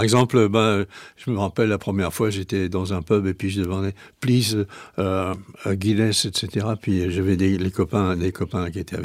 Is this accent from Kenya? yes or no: no; Nantes, Pays de la Loire, France; Eh ben, je suis nantais, oui.